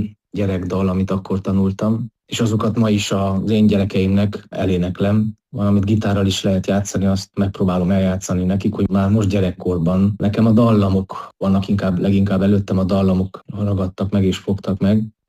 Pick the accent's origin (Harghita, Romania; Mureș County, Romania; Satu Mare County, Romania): Mureș County, Romania; Mezőpanit; Mezőpanitban születtem, és itt nőttem fel, ami azt is jelenti, hogy az itteni református közösségnek az életében kapcsolódtam be kiskorom óta.